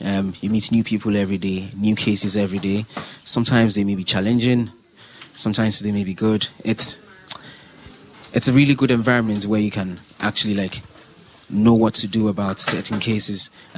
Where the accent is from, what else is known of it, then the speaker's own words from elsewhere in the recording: Ghana; So I'm a Ghanaian. I'm from Ghana.